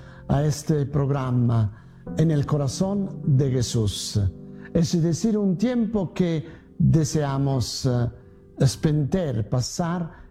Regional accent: Italy; now in Van Nuys, United States

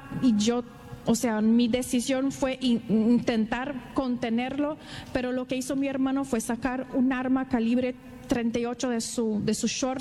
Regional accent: São Paulo, Brazil; born there; Spanish is a second language; moved away; desarrollé mi español con Duolingo, así que paciencia, por favor. Soy de Brasil y nací en una ciudadcita chiquita en el interior de São Paulo.

